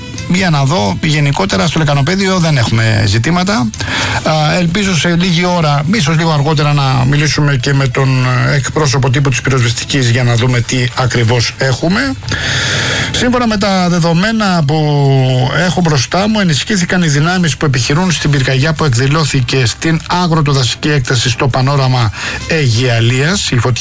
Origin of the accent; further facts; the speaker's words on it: Rafina, Attica, Greece; από την Πατρίδα μου τη Ραφίνα